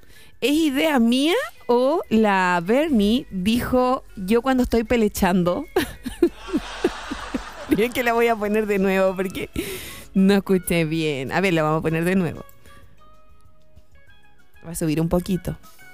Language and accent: Spanish; Coronel, Biobío, Chile; Yo soy de Coronel, vivo en el centro de Coronel